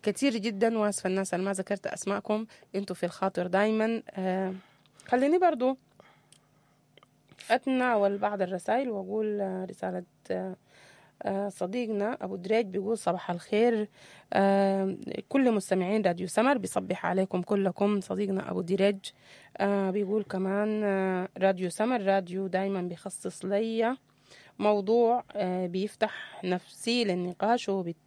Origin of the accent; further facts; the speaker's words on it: Sudan; أنا أفريقي وأنا سوداني،